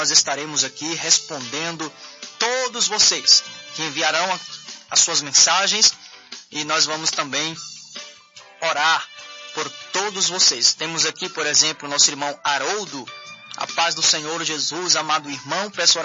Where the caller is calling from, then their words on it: Taboão da Serra, São Paulo, Brazil; E sou aqui de Taboão da Serra, São Paulo.